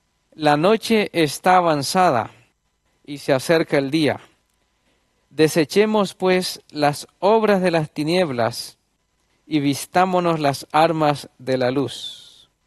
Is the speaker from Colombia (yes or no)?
yes; Colombia; now in Peru; Vengo de Perú, pero soy colombiano. Trabajamos en Perú ya 12 años en un puesto de avanzada que está ubicado en la selva central